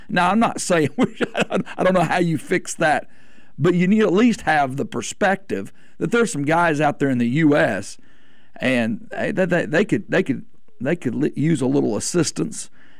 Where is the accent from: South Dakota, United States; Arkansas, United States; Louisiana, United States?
Arkansas, United States; Omaha; I grew up in Arkansas, right on the Arkansas Missouri state line right there.